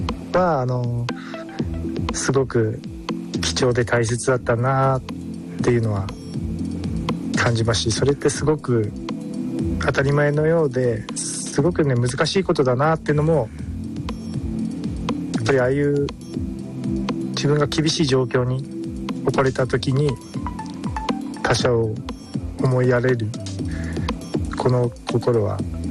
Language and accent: Japanese; Kumamoto, Japan; moved away as an adult; 僕は生まれ育ちも熊本なんで